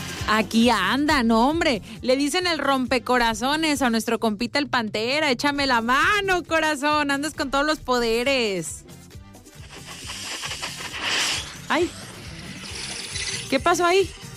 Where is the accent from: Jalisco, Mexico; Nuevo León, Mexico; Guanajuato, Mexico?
Jalisco, Mexico; Guadalajara; born there; yo soy de Guadalajara. Soy nacida en Guadalajara, Jalisco, pero toda mi familia, mis papás, hermanos, etcétera, son de los Mochis, Sinaloa. Entonces traemos por allá la sangre sinaloense. Me crecí educada en un ámbito sinaloense 100%